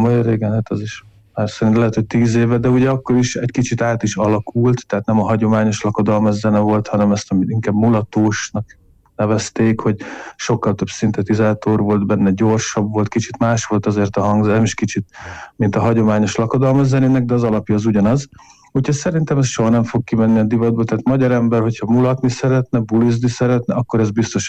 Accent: Hungary

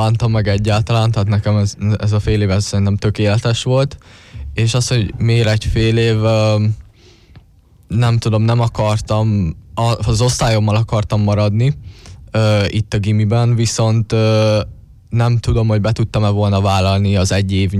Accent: Paks, Tolna, Hungary; Igen, paksi vagyok, a tizedikes, és a Vakbottyánba járok.

